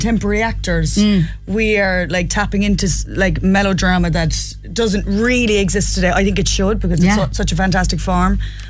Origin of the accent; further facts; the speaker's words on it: Cork, Munster, Ireland; We're both from Cork.